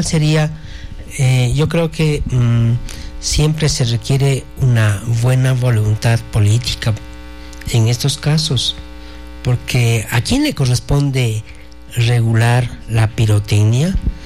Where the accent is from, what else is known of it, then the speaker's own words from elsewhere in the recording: Cotacachi, Imbabura, Ecuador; Yo provengo de la ciudad de Cotacachi, en la provincia de Imbabura